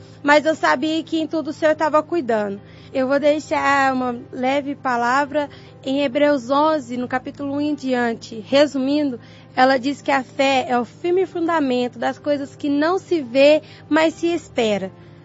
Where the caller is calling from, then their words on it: Lavras, Minas Gerais, Brazil; Sou da cidade de Lavras, de Minas Gerais.